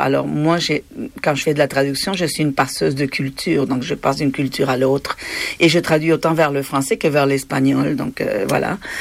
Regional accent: Argentina; first language Spanish; French is a second language; moved away as an adult; now in Quebec, Canada; Il se passe des choses atroces dans mon pays d'origine que je n'ai jamais renié par ailleurs. Même si j'adore le Québec et que j'ai fondé une famille au Québec, j'ai jamais renié de mes origines.

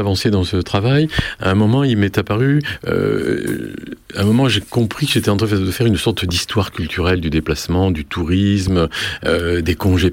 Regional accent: Southwest France, France; moi, je suis du Sud-Ouest, et mon tropisme n'est pas du tout vers la Méditerranée

